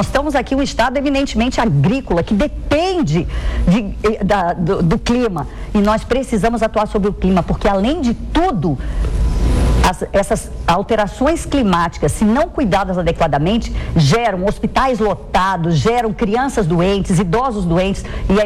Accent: Mato Grosso, Brazil; O rio Cuiabá, o nosso rio, eu sou mato-grossense

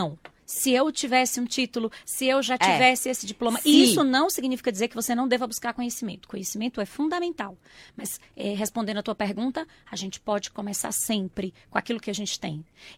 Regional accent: João Dourado, Bahia, Brazil; born or raised there; also born or lived in Irecê

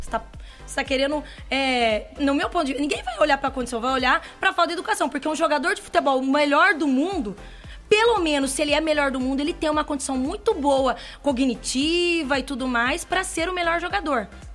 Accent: Brazil; Eu sou brasileira.

